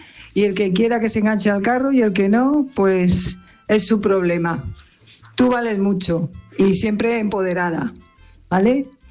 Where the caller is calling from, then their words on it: Fuenlabrada, Community of Madrid, Spain; de Fuenlabrada.